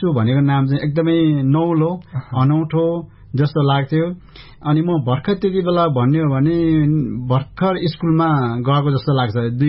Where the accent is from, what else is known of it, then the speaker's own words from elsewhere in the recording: Lamjung District, Gandaki Province, Nepal; Nepali is a second language; मेरो जन्म लमजुङ जिल्लाको त्यति बेलाको नौथर गाविसमा वडा नम्बर 2 बाँसपोड गाउँ भन्छ, त्यहाँ मेरो जन्म भएको हो र म त्यहाँ हुर्केको हुँ।